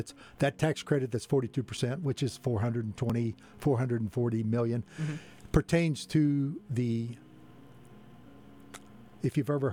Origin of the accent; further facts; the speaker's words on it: Salem, Missouri, United States; My hometown of Salem used it to pay off an electricity deficit.